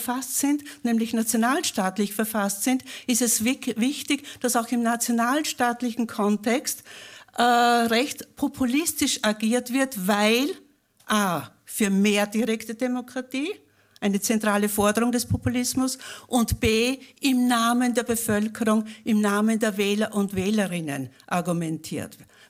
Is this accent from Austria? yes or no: yes; Upper Austria, Austria; moved away; Für mich ist es auch ein bisschen ein Heimkommen. Ich bin Oberösterreicherin